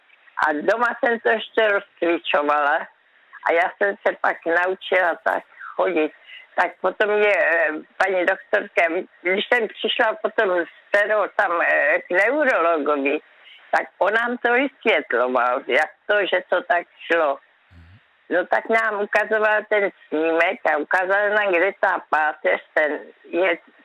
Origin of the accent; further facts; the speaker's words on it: Brno, South Moravian Region, Czechia; kde jsem vyrostla v Kamence? To je tam je vrch, tam je kopec v Brně.